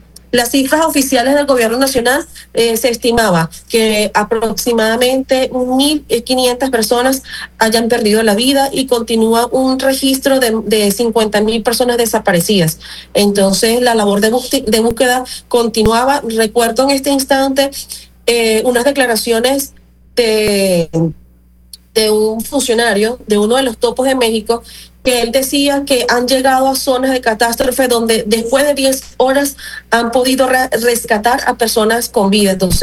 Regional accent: Venezuela; eso es muy importante para nosotros como venezolanos

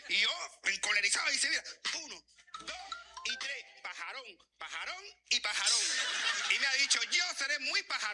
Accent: Cuba; Además, de donde yo vengo, de mi pool, de mi patria, de mi Cuba, todo era más fácil

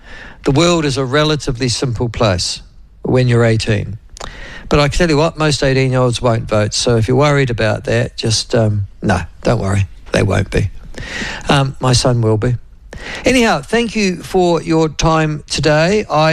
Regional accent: New Zealand; There are moments that I feel sometimes quite ashamed to be a New Zealander.

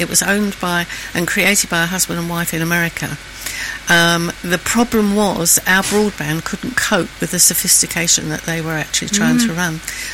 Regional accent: London, United Kingdom; I was brought up in Maple Road, near Challenge Street, and my mum swore blind that our fence was the dividing line between Penge and Annerley. And really, although our postcode was SE20 Penge, we actually lived in Annerley

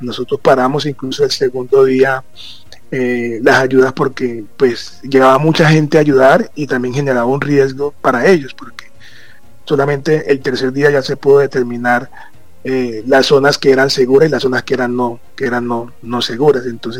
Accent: Buenaventura, Valle del Cauca, Colombia; Yo soy de Buenaventura

